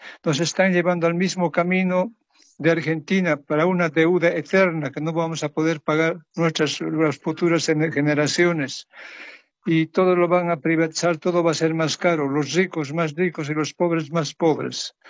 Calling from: Sweden; Estoy llamando desde Suecia

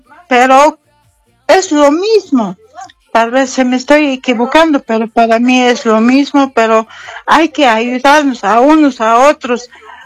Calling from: Cochabamba, Bolivia; de Cochabamba.

